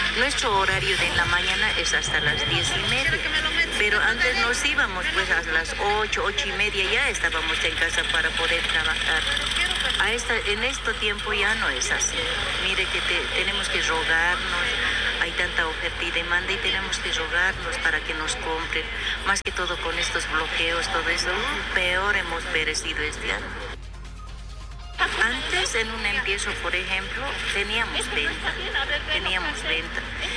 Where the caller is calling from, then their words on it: Bolivia; mi papi ya era mestizo. Sus hijos llegamos a ser mestizos, pero somos bolivianos, ¿no es cierto?